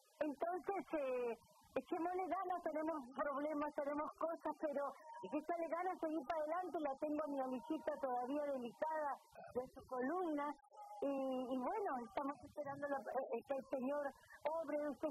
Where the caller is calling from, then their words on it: Lima, Peru; mi pueblo no, en la ciudad de Lima, Perú